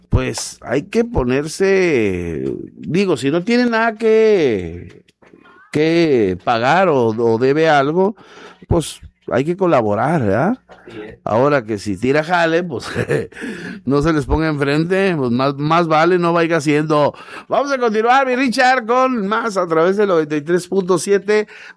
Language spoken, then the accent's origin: Spanish; Mexico; y aquí, como buen mexicano, ves un chivito bonito y, ajá, ¿qué es lo primero que contestas?